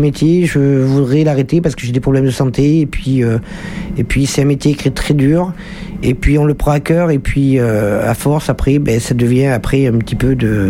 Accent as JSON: {"language": "French", "town": "Ribérac", "region": "Nouvelle-Aquitaine", "country": "France", "tie": "born or raised there", "also_born_or_lived": "Tocane-Saint-Apre", "lives_now": "Périgueux, France", "said": "Non, je suis originaire de Ribérac et puis j'avais envie de voir autre chose. J'ai fait 10 ans à Ribérac, 10 ans à Tocane et 18 ans à Périgueux."}